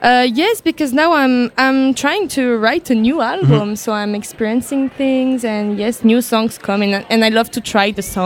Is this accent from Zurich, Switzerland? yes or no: no; Haute-Nendaz, Valais, Switzerland; now in Lausanne, Switzerland; But I'm from Valis, I'm from Haute-Nanda in the mountains.